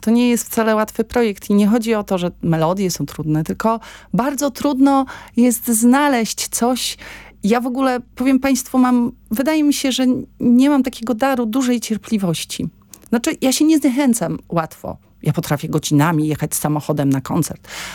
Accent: Warmian-Masurian Voivodeship, Poland; z tej gminy, z której pochodzę, z Jankowa

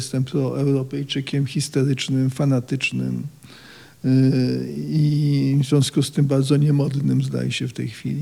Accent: Warsaw, Masovian Voivodeship, Poland; gdybym się nie urodził na Grochowie, a powiedzmy tam, gdzie teraz mieszkam, czyli tam na Mokotowie czy w centrum

